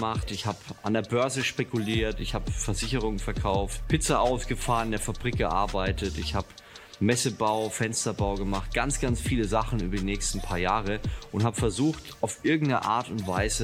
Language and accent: German; Würzburg, Bavaria, Germany; Ich bin in Würzburg aufgewachsen, christlich erzogen worden.